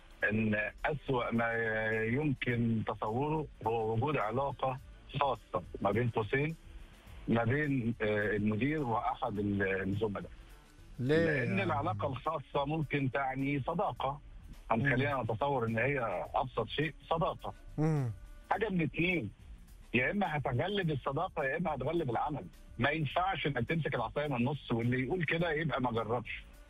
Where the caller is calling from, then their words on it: Dammam, Eastern Province, Saudi Arabia; أكلمك من الدمام.